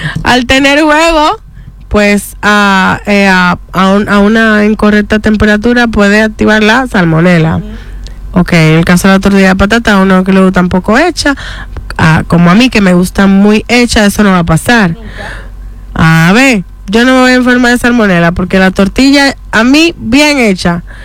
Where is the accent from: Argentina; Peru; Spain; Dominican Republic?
Dominican Republic